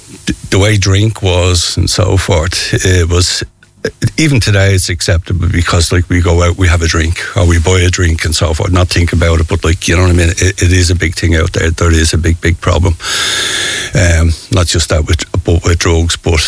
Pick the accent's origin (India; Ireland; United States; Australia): Ireland; Dún Laoghaire, Leinster; I'm from Monkstown Farm in Dunleary.